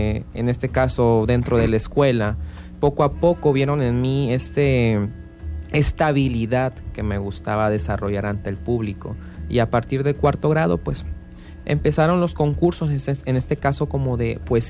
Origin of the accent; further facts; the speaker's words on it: Villahermosa, Tabasco, Mexico; soy originario aquí de nuestra amada tierra, ¿no? Villahermosa, Tabasco.